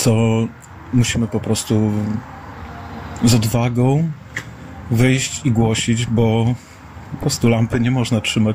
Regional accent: Łomża, Podlaskie Voivodeship, Poland; also born or lived in Białystok; Tam się urodziłem, ale wychowałem się w Łomży. W Łomży mieszka

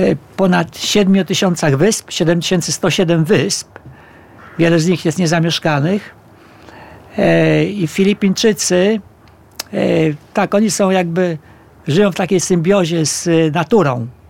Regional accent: Nowy Dwór Gdański, Pomeranian Voivodeship, Poland; moved away as an adult; now in Philippines; Pochodzę ze stolicy Żuław, z Nowego Dworu Gdańskiego. Małe miasteczko, 10 tysięcy mieszkańców, ale jest stolicą.

